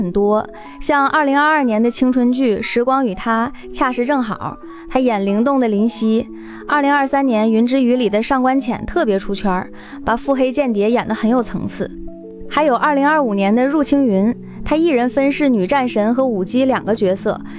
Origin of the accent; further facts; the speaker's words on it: Northeast China, China; accent: Northeastern (Dongbei) dialect; 大家好，我是说东北话的